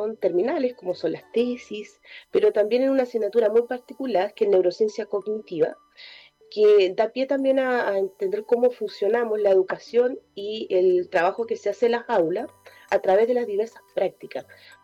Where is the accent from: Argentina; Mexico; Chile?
Chile; San Carlos, Ñuble; also born or lived in Antofagasta; crecí en la ciudad de San Carlos, Ñuble, en una ciudad, dígase, de contexto rural, muy pegado a San Fabián de Alico. Entonces mi vida circundó también entre dos ciudades y aún sigue así. Volví a esta zona de la zona central.